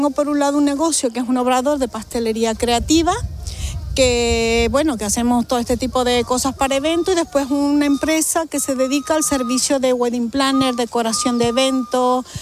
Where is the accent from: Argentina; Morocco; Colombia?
Argentina; now in Ceuta, Spain; yo soy argentina